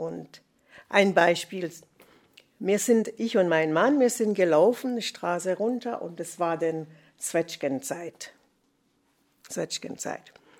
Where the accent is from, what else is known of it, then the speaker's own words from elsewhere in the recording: Jamaica; German is a second language; moved away; aber wir haben auch unser Dialekt in Jamaika. Und ich habe versucht, meine Sprache und mein Essen und einfach Erzählungen, wie ich gewohnt habe als Kind und so.